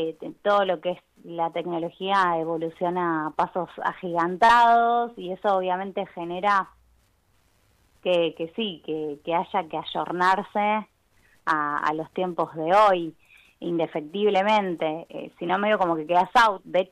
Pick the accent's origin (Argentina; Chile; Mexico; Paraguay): Argentina; Creo que como argentinos